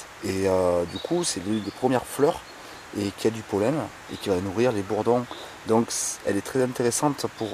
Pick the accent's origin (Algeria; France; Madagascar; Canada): France; Occitanie; Moi chez moi dans le Quercy